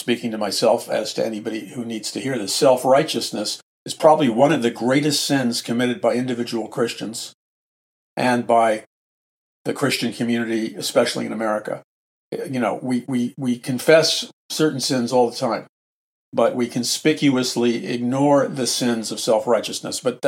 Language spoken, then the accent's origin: English; New York City, New York, United States; All my life growing up in New York City, and New York City, you know, this is not a matter of wanting to be in the most important city versus not being in the most important city.